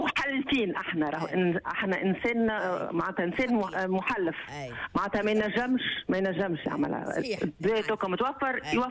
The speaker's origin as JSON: {"language": "Arabic", "country": "Tunisia"}